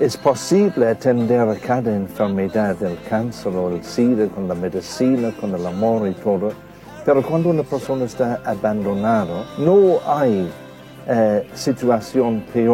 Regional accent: Ireland; Spanish is a second language; moved away as an adult; now in Argentina; Yo nací en el año 1950 y yo soy de una familia grande de 9 hijos. El ritmo de Irlanda de aquel tiempo fue bastante tranquilo.

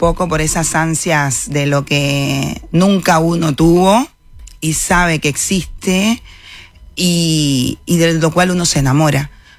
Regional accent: Moa, Holguín, Cuba; now in Uruguay; Pero mi ciudad natal era Moa. Moa es un, digamos, un municipio.

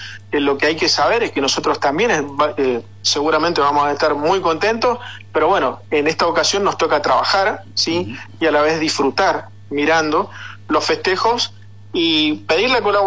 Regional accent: Corrientes, Argentina; conterráneo mío, porque los dos somos correntinos.

